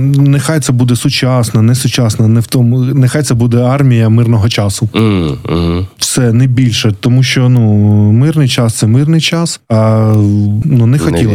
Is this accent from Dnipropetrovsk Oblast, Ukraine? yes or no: yes; Kryvyi Rih, Dnipropetrovsk Oblast, Ukraine; Ну, в моєму рідному Кривому Розі, ну, все не так, ага, не так яскраво. Це більш таке промислове місто.